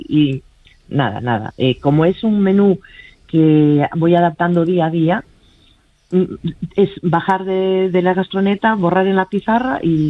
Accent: Galicia, Spain; also born or lived in Madrid

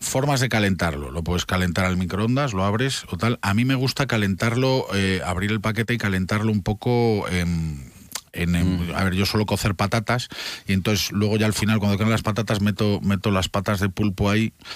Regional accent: León, Castile and León, Spain; A ver, los que somos de León, pues lo sabemos.

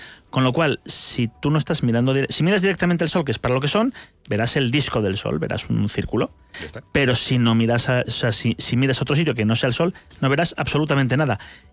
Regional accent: Losada, Spain; moved away; iba a mi pueblo, a Losada

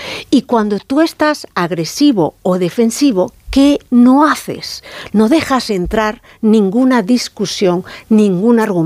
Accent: Madrid, Community of Madrid, Spain

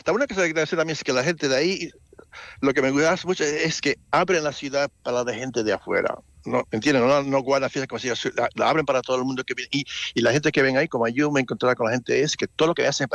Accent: Puerto Rico; moved away; Yo fui criado en Puerto Rico, ahí tenían fiestas patronales, y para mí, como no vivo en un sitio que tiene fiestas así

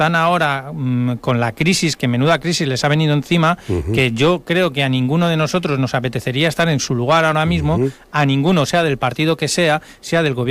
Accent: Madrid, Community of Madrid, Spain; born there; moved away; yo que soy de Madrid, nacido en Madrid, pero llevo tantos años aquí

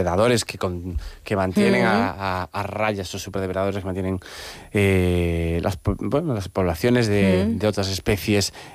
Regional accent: Galicia, Spain; Al final, Galicia es amplia y tiene, se enriquece mucho un poco de, oye, pues en mi pueblo cogemos esta también

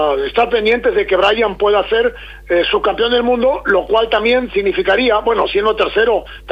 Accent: Cantabria, Spain; siendo cántabro y ver un piloto de la tierra con esa posibilidad de ser campeón del mundo

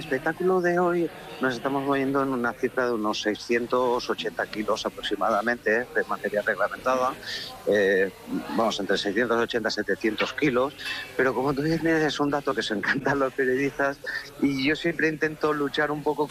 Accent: Valencian Community, Spain; somos una empresa que venimos desde Valencia y, lógicamente, pues tenemos un poco ese sello, todos los valencianos

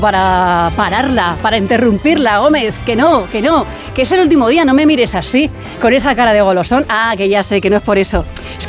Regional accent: La Roda, Castilla-La Mancha, Spain; en La Roda se está tan bien en Castilla-La Mancha, se está tan bien en mi pueblo, en Albacete

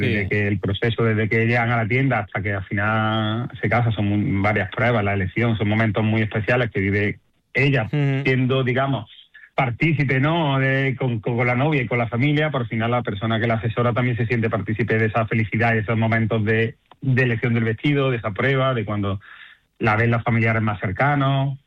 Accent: Fuente Palmera, Andalusia, Spain; todos somos de Fuente Palmera, creemos en Fuente Palmera y apostamos por nuestro pueblo

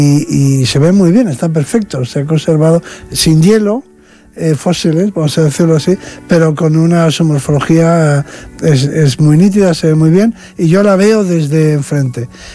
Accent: Bilbao, Basque Country, Spain; pero yo todavía he conocido de niño, en mi casa, en Bilbao, por ejemplo, no había frigoríficos

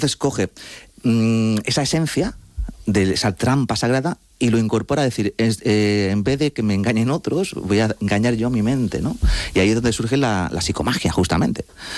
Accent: Madrid, Community of Madrid, Spain; te he dicho ya que soy madrileño

